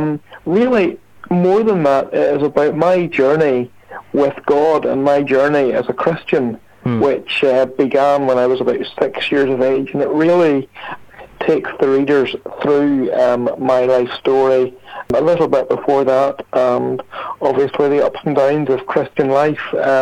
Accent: Ballymena, Northern Ireland, United Kingdom; in my home church, which is Victory Praise Community Church, which is in my hometown of Ballymena.

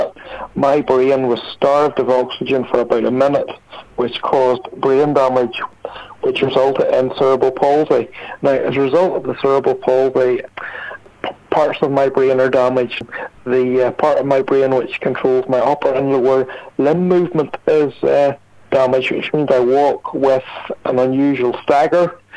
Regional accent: Ballymena, Northern Ireland, United Kingdom; in my home church, which is Victory Praise Community Church, which is in my hometown of Ballymena.

